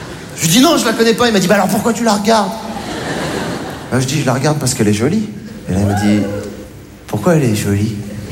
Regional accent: Morocco; born there

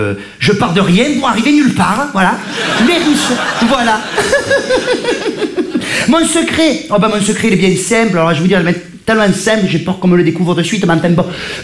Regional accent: Provence-Alpes-Côte d'Azur, France; Oui, je viens du sud de la France, oui. Ah, je suis provençale.

